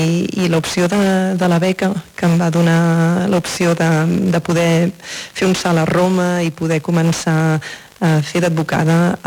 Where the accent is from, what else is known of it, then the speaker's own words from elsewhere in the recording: Girona, Catalonia, Spain; also born or lived in Barcelona; Vaig néixer a Barcelona i, sí. I vaig créixer a Girona.